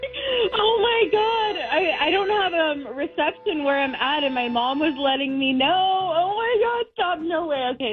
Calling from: Dana Point, California, United States; Dana Point

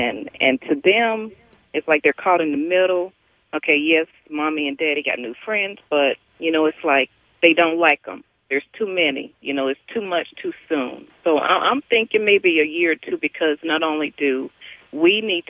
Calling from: Fayetteville, North Carolina, United States; I'm calling from Fayetteville, North Carolina.

